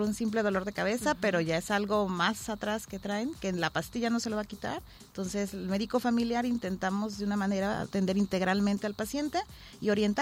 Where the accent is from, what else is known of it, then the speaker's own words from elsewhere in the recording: Colima, Mexico; Soy del municipio de Colima, actualmente laboro en una institución, en el Instituto Mexicano del Seguro Social, okay, en Manzanillo